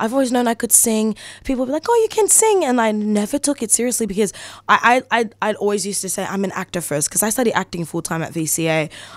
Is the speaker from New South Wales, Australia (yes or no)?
no; Collingwood, Victoria, Australia; also born or lived in Richmond / St. Albans; But yeah, we grew up in the flats. I grew up in Collingwood. We moved to Collingwood and then we moved to Richmond.